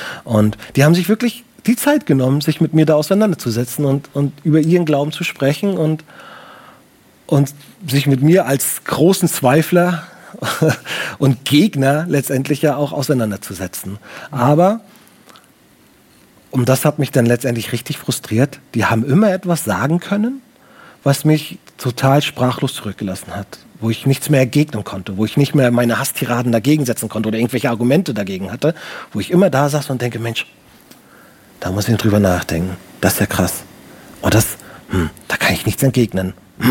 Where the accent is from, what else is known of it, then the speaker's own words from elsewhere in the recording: Baltic coast, Germany; Das ist an der Ostsee, ich komme aus der Nähe von der Ostsee.